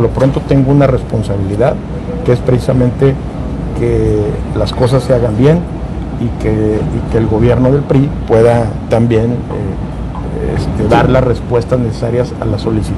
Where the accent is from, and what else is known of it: Torreón, Coahuila, Mexico